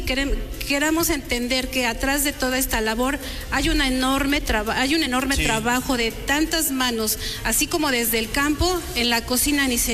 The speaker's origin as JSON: {"language": "Spanish", "town": "Calpan", "region": "Puebla", "country": "Mexico", "said": "tenemos a otros paisanos de aquí de Calpan"}